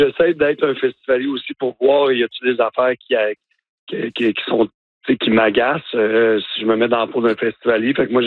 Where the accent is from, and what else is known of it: Baie-Saint-Paul, Quebec, Canada; born or raised there